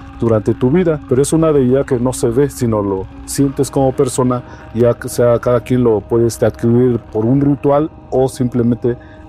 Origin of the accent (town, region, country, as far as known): Oaxaca, Mexico; first language Mazatec; Spanish is a second language